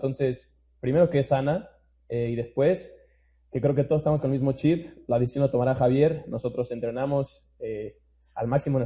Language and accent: Spanish; Mexico